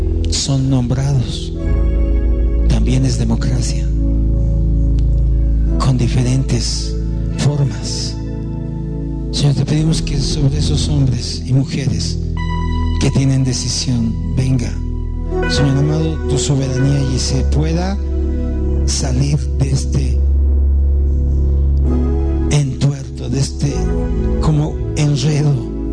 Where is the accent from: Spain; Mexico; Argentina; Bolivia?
Bolivia; Somos igual bolivianos.